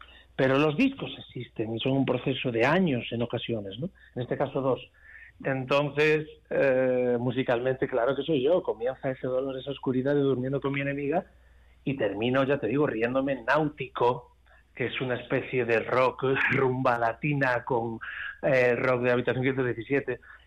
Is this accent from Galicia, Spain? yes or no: yes; Ferrol, Galicia, Spain; Lo cuento porque soy del 83, de Ferrol, y a los de mi quinta, como hablásemos de psicólogo, psiquiatra, depresión, nos apartaban de la pandilla